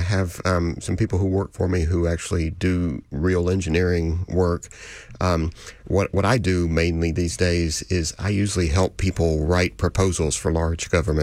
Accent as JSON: {"language": "English", "region": "Mississippi", "country": "United States", "tie": "born or raised there", "moved": "yes", "lives_now": "Houston, United States", "said": "And I grew up in Mississippi."}